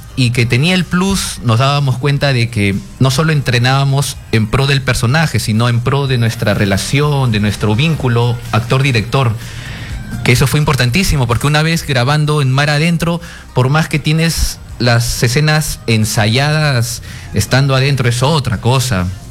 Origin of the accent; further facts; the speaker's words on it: Peru; Pero como peruano, yo diría que aún más es mi orgullo y mi felicidad de formar parte de esta película.